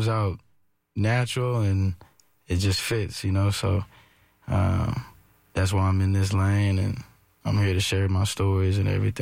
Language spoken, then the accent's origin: English; Cypress, Texas, United States; moved away; I'm from Cypress, Texas area.